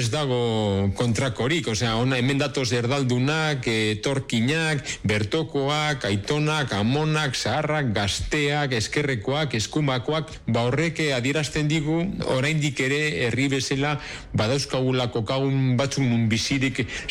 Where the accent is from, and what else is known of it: Bilbao, Basque Country, Spain; born there; now in Durango, Spain